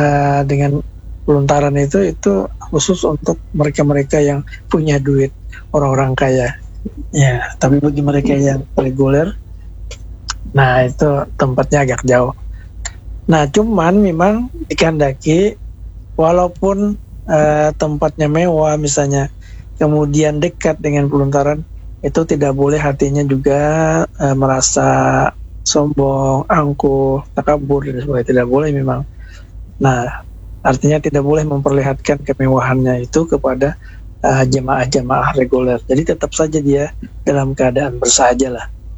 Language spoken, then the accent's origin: Indonesian; South Kalimantan, Indonesia; hampir kurang lebih 3 kilo ya, atau 3 pal dalam bahasa kita Banjar, 3 kiloan itu, pulang balik 6 kilo.